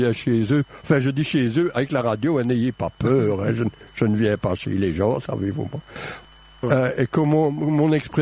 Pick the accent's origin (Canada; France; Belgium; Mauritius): Belgium; Wallonia; Je viens en effet de Bénezet. Pour vos auditeurs de la région qui ne savent peut-être pas vraiment où c'est sur les hauteurs de Liège.